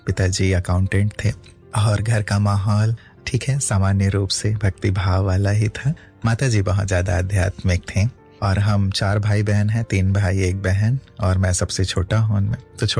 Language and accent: Hindi; Bilaspur, Chhattisgarh, India; born there; मेरा जन्म छत्तीसगढ़ बिलासपुर में हुआ। तब तो MP हुआ करता था मध्य प्रदेश।